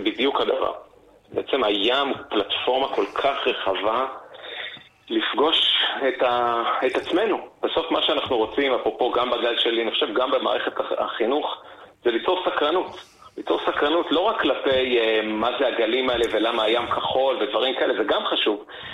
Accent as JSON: {"language": "Hebrew", "town": "Kokhav Yair", "region": "Central District", "country": "Israel", "tie": "born or raised there", "said": "אני גדלתי בכוכב יאיר."}